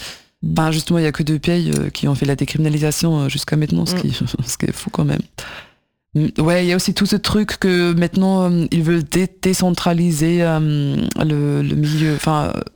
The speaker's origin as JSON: {"language": "French", "country": "Germany", "second_language": "French", "said": "Je suis allemande, hein."}